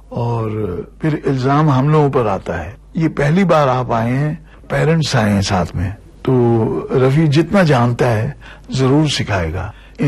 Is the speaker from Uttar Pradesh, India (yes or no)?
no; Amritsar, Punjab, India